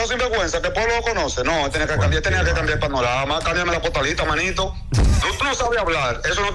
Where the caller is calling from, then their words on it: Dominican Republic; Somos dominicanos igualitos aquí que Pepín Corripio